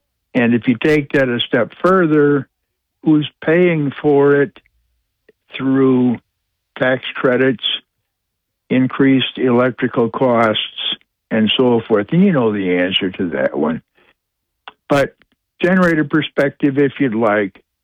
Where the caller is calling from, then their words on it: Owego, New York, United States; from Owego.